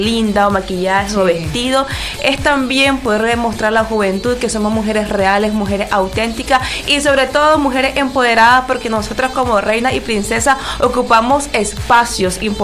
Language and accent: Spanish; Chinandega, Nicaragua; Chinandega es mi tierra. Orgullosamente chinandegana.